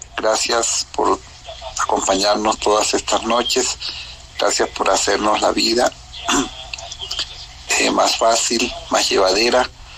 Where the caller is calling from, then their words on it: Bogotá, Bogotá Capital District, Colombia; les hablo desde Bogotá